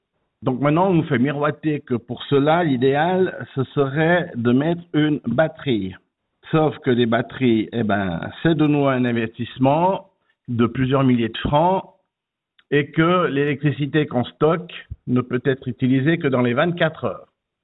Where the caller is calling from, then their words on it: Saint-Gingolph, Valais, Switzerland; j'habite à Saint-Gingolph, Suisse.